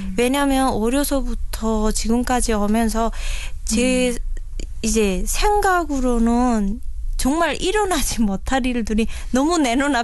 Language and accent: Korean; North Pyongan, North Korea; moved away as an adult; now in South Korea; 남한종착 7개월 차 평안북도에서 온